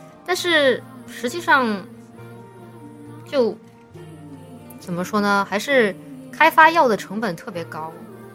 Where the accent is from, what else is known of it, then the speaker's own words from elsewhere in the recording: Chongqing, China; accent: Chongqing dialect; 我们重庆话里说科研，搞科研